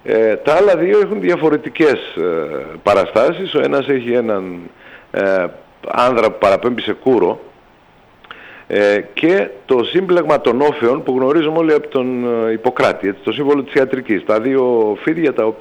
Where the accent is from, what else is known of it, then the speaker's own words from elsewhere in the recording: Viannos, Crete, Greece; στην περιοχή Αφρατή, που είναι κοντά στο χωριό μου στη Βιάνο